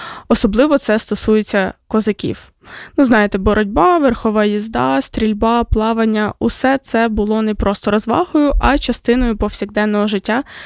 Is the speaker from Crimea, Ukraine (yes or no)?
no; Mykolaiv Oblast, Ukraine; я з Миколаївської області, да, тому пишаюсь